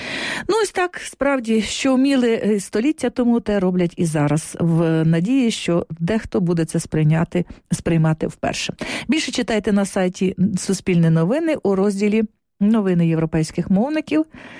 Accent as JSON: {"language": "Ukrainian", "region": "Ternopil Oblast", "country": "Ukraine", "tie": "born or raised there", "said": "Чим живе моє рідне Тернопілля?"}